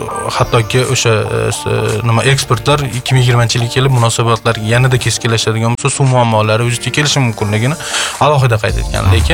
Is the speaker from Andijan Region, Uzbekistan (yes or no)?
yes; Andijan, Andijan Region, Uzbekistan; O'zim Andijondanman.